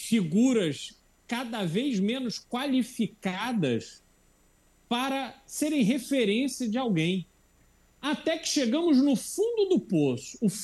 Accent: Brazil; nós, como brasileiros conscientes que somos

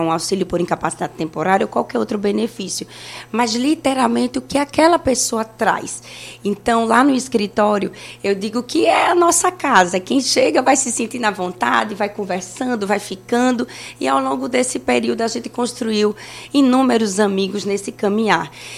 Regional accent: Maceió, Alagoas, Brazil; Eu fui nascida e criada no Jacintinho, então tenho muito orgulho.

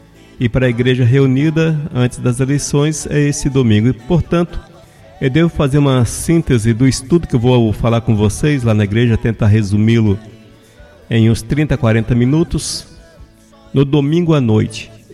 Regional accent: Brazil; nascemos no Brasil

